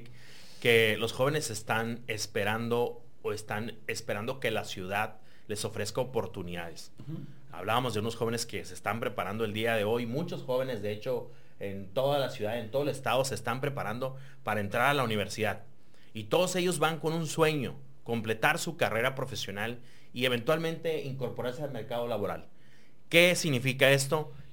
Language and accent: Spanish; Tijuana, Baja California, Mexico; also born or lived in State of Mexico; Soy tijuanense, yo nací en el Estado de México, pero soy tijuanense, llegué aquí muy, muy, muy chico, y desde entonces aquí he estado